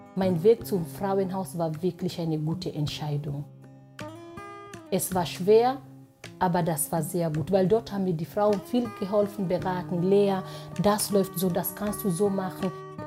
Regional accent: Kenya; Wir haben verschiedene Länder. Ich komme aus Kenia.

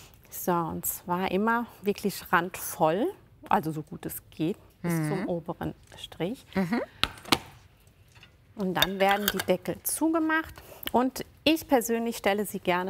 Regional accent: Italy; German is a second language; Genau, bei uns in Italien auch. Da sind die ganzen Gassen, die sind voll mit Rosmarin. Das ist wirklich was, gehört einfach zu unserer Küche dazu.

